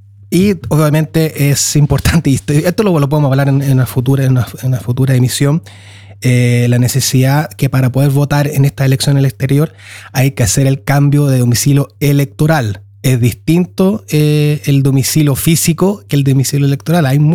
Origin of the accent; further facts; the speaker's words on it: Chile; moved away; nuestras autoridades chilenas